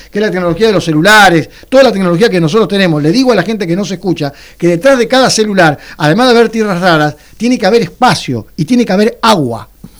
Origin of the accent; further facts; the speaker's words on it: Argentina; como me preocupo como argentino